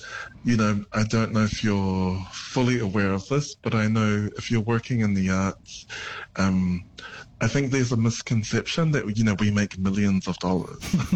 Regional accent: New Zealand; now in Australia; I grew up in New Zealand. You know, New Zealand is a Pacific nation.

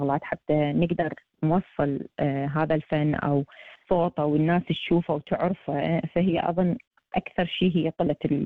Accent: Iraq; moved away

